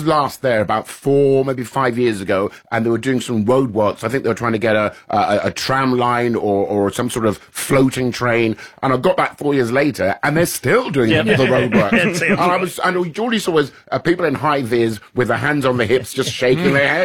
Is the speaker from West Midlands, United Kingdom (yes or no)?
no; London, United Kingdom; We are very much, I come from London, and my palate, I think, is quite sophisticated.